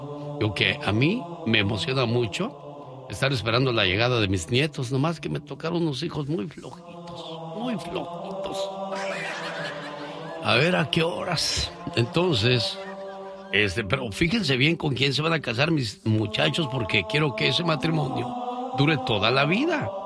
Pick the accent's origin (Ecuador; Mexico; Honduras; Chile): Mexico; Tijuana, Baja California; moved away; Salí de Tijuana, pero Tijuana nunca salió de mí.